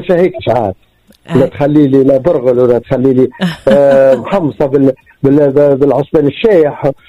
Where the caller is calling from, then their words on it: Tunisia; أنا تونسية